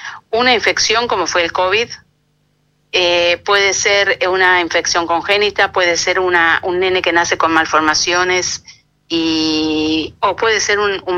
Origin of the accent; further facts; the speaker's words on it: Trenque Lauquen, Buenos Aires Province, Argentina; yo soy de Trenquelauquen